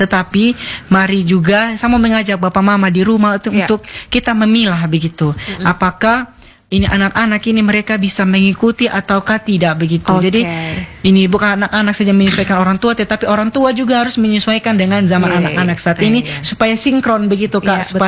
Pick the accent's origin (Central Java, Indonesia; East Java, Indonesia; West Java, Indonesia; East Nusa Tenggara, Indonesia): East Nusa Tenggara, Indonesia; Sumba; kita orang Sumba